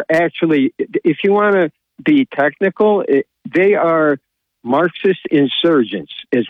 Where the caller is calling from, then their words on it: Bethel, New York, United States; from Bethel.